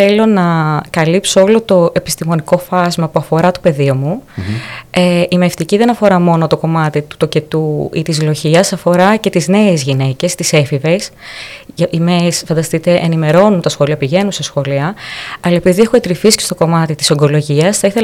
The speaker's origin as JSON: {"language": "Greek", "region": "Crete", "country": "Greece", "said": "Κρήτη. Αν και έχω συνεργασίες με διάφορα πανεπιστήμια σε όλη την Ελλάδα, θέλω πολύ να παραμείνω στον τόπο μου"}